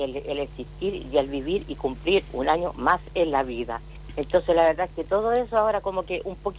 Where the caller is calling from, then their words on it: Santiago, Santiago Metropolitan Region, Chile; Desde acá de Santiago, de la comuna Macul.